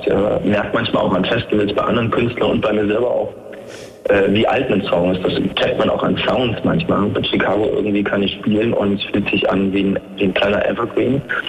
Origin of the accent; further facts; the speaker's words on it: East Germany, Germany; Also in meinem Fall wäre es jetzt zum Beispiel auch der Mauerfall, die Wende. Das hat wirklich viel bei uns im Osten bewegt